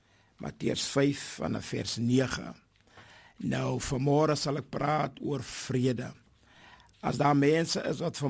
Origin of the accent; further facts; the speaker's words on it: Victoria West, Northern Cape, South Africa; born there; now in Oudtshoorn, South Africa; van Oudtshoorng, ja, eintlik oorspronklik van die Victoria West.